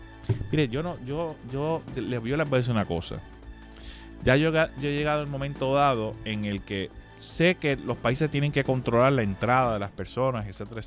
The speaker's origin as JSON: {"language": "Spanish", "country": "Puerto Rico", "said": "nosotros los puertorriqueños agarramos un avión y nos vamos para Estados Unidos. Claro, nosotros somos ciudadanos americanos"}